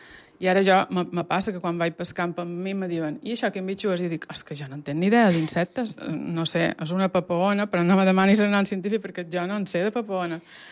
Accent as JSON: {"language": "Catalan", "town": "Sóller", "region": "Balearic Islands", "country": "Spain", "tie": "born there", "also_born_or_lived": "Fornalutx", "said": "Jo he nascut a Bonafornalutx, Sóller, una cama a cada banda."}